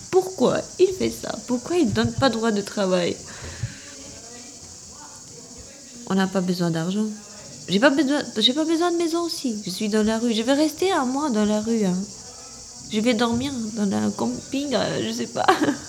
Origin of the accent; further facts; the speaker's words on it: Albania; French is a second language; now in France; Oui, mais je suis venue de l'Albanie.